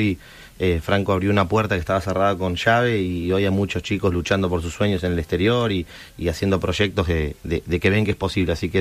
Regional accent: Argentina; Nos pasó por ahí a nosotros como argentinos que en un momento cuestionamos al mejor futbolista de todos los tiempos.

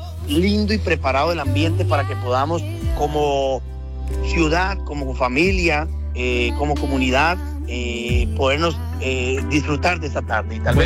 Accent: Costa Rica; Soy de Costa Rica.

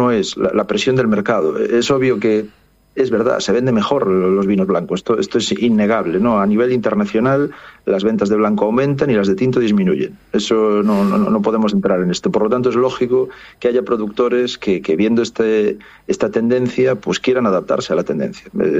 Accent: Galicia, Spain; como buen gallego, yo se lo digo a mis alumnos

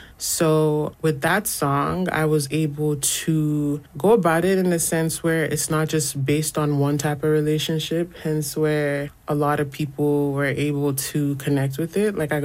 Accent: Nigeria; My mom would always bump … back home, which was so foreign because I'm Nigerian, and for the music to get all the way there at such a young age, too, at the time, Afrobeats, high life music was such a thing.

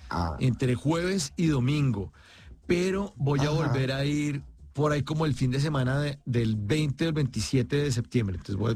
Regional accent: Bogotá, Colombia; now in Medellín, Colombia; Yo soy bogotano, estoy viviendo en Medellín.

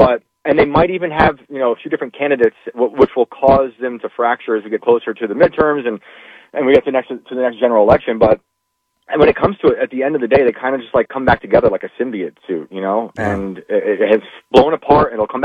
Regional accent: New York, United States; moved away as an adult; now in West Virginia, United States; And I'm in the great state of West Virginia, and I was born and raised in New York. Now I'm in West Virginia for 5 or 6 years

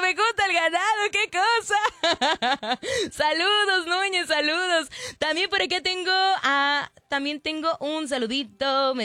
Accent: Mexico; ¿cómo somos los mexicanos de creativos?

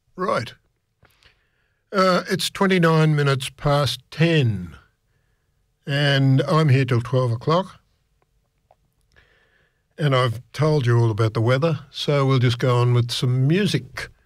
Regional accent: Scotland, United Kingdom; Nearly as good as being Scottish, which is what I am. Well, Australian Scottish, but that's okay.

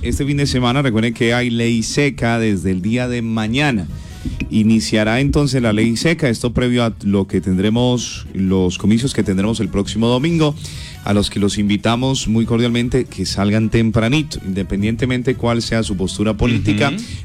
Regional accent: Colombia; desde nuestro país

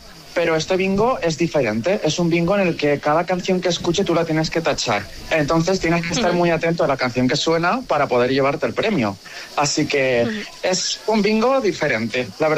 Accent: Alzira, Valencian Community, Spain; yo soy de Alcira

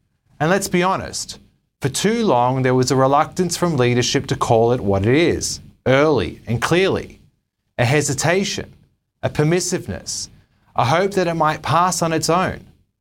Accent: Australia; I want to speak tonight not just as a representative of the Jewish community, but as an Australian.

